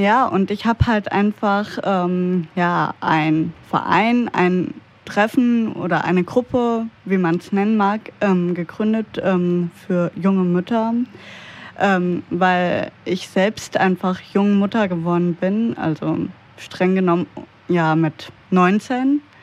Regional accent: Groß-Gerau district, Hesse, Germany; ich komme hier aus dem Kreis Groß-Gerau, bin 26 Jahre alt und bin schon zweifach Mutter.

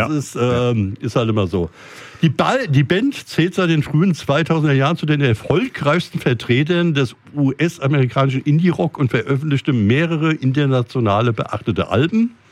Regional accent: Switzerland; Ich bin Schweizer, ich muss euch mal veräppeln in der Richtung.

